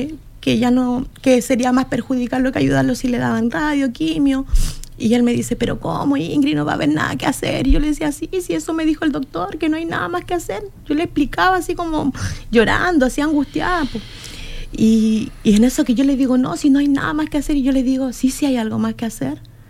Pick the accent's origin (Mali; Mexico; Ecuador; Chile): Chile